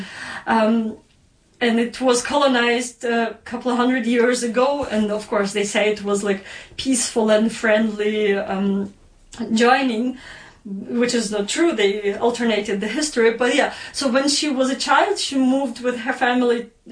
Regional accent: Western Ukraine, Ukraine; we come from different regions of Ukraine. I'm from the West where the culture and language was more preserved, but still in my childhood and like teenage years, speaking Russian was still somehow cooler than speaking Ukrainian

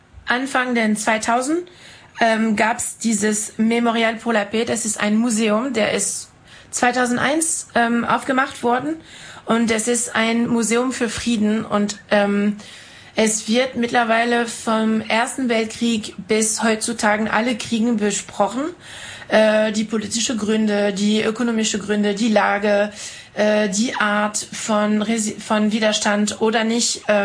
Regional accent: Normandy, France; German is a second language; moved away; Meine Heimatstadt war der Ziel von den Alliierten und ich bin auf die Strände groß gewachsen, wo D-Day stattgefunden hat. In meinem Dorf gibt's einen amerikanischen Friedhof

